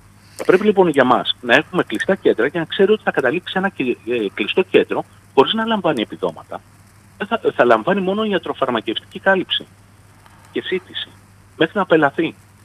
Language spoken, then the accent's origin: Greek; Greece; Εγώ σαν Έλληνας